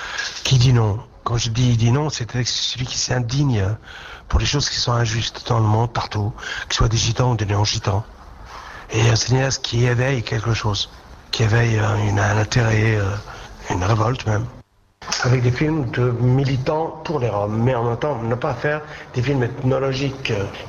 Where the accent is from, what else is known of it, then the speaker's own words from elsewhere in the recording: France; je suis français, j'habite en France, et la France c'est mon pays